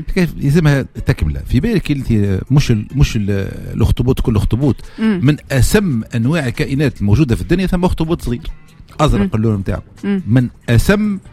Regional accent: Tunisia; الحريقه اللي عندنا في تونس

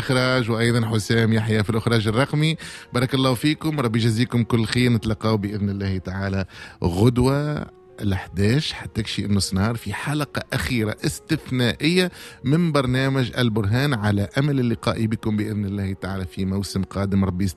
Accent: Tunisia; نحن توانسة

